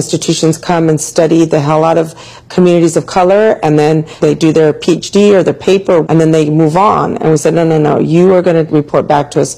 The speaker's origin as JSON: {"language": "English", "town": "Houston", "region": "Texas", "country": "United States", "tie": "born there", "moved": "yes", "lives_now": "San Francisco, United States", "said": "I was actually born in Houston. I'm from Texas originally."}